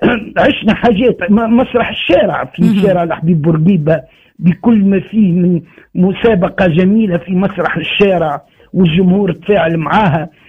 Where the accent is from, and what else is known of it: Tunisia